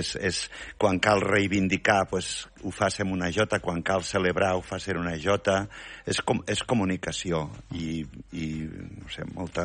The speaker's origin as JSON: {"language": "Catalan", "town": "Tortosa", "region": "Catalonia", "country": "Spain", "tie": "born there"}